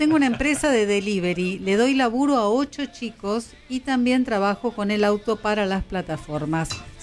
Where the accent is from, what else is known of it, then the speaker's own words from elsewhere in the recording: Río Negro, Argentina; now in Vaca Muerta, Argentina; de Río Negro, camionero hace 29 años. Estoy en Vaca Muerta trabajando